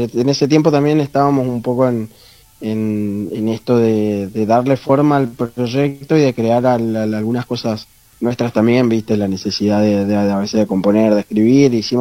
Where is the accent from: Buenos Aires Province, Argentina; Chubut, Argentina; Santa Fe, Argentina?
Santa Fe, Argentina; nosotros somos del interior de Santa Fe también, o sea, no solo del interior del país, sino del interior de la provincia también.